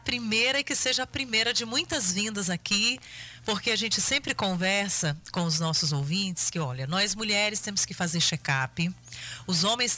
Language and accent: Portuguese; Brumado, Bahia, Brazil; now in Luís Eduardo Magalhães, Brazil; Rádio Nova Vida em Brumado, na minha terra natal